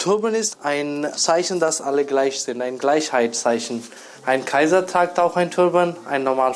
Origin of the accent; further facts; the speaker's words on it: India; first language pa; German is a second language; Indische Sprache heißt Punjabi, das ist unsere Muttersprache.